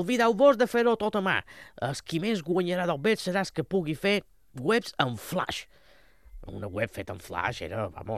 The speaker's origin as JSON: {"language": "Catalan", "town": "Banyalbufar", "region": "Balearic Islands", "country": "Spain", "said": "El meu poble, Banyabufar, som un poquet més originals, no fem karaokes, sinó que fem la nit de varietés."}